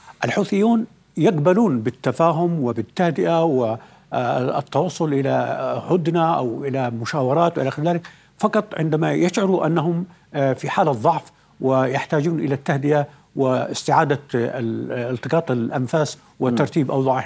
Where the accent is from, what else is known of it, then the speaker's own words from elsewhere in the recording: Yemen; قناعتي كيمني